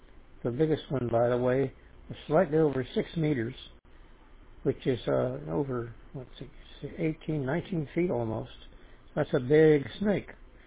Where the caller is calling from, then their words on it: Florida, United States; from South Florida